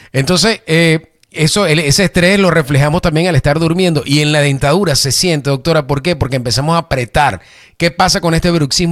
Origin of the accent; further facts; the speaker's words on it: Venezuela; Yo soy venezolano